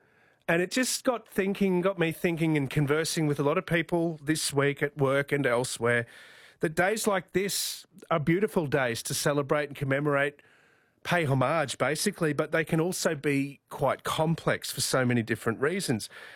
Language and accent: English; Brisbane, Queensland, Australia; I literally said I was born in Brisbane in 1965